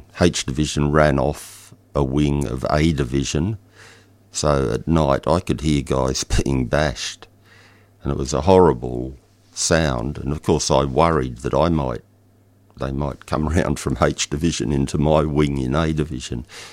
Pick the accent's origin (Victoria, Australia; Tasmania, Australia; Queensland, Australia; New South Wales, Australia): Victoria, Australia; Melbourne; Growing up in Brunswick, it was a bit of a tough place back then.